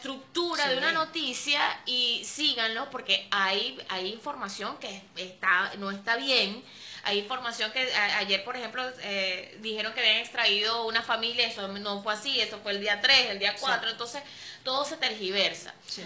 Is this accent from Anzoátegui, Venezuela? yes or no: yes; Puerto Píritu, Anzoátegui, Venezuela; nosotros somos de Puerto Píritu